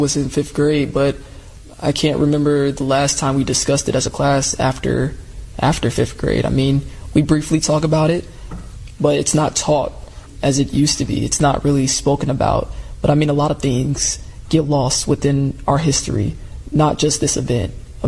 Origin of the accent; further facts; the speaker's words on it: Chicago, Illinois, United States; Growing up in Chicago